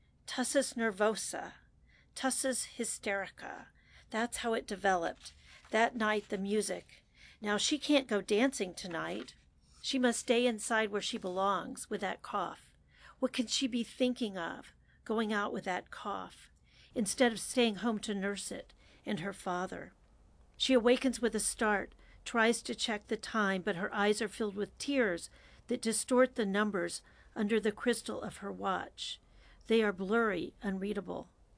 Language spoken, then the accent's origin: English; Houston, Texas, United States; I grew up in Houston